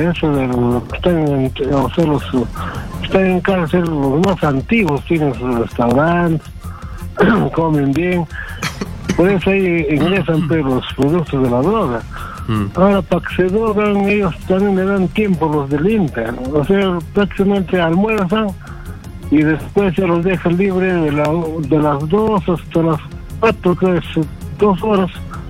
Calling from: Lima, Peru; de Sector de Lima.

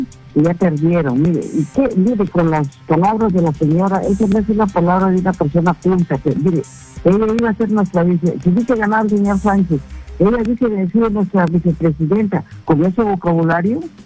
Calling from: Paita, Piura, Peru; De Paita, del rico Paita.

